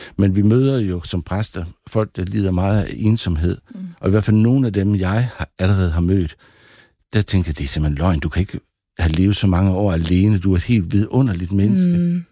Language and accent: Danish; Central Denmark Region, Denmark; Men jeg er 60 år, og jeg er fra Vestjylland, og har levet langt det meste af mit liv i Vestjylland.